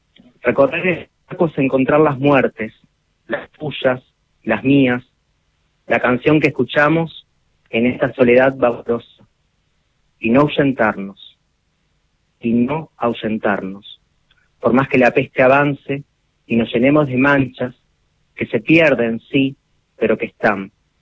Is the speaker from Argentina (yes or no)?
yes; Sarmiento, Argentina; al menos las de mi pueblo, yo soy de un pueblo, yo soy de Sarmiento